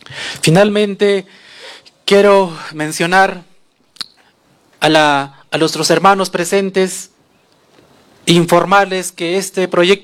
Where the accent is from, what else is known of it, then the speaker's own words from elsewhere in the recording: Coraguaya, Tacna, Peru; yo soy de Coraguaya y he sido electo consejero de la provincia Jorge Basadre.